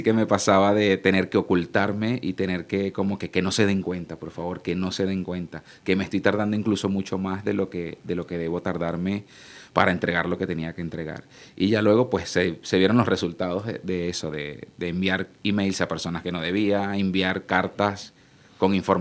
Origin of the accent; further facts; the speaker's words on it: Venezuela; now in Spain; mi familia se había recién venido a España, yo soy de Venezuela, se había recién venido a España